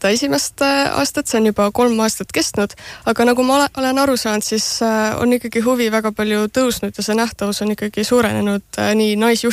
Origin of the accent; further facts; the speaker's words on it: Põlva, Põlva County, Estonia; ma ise tegelikult olen ka Põlvast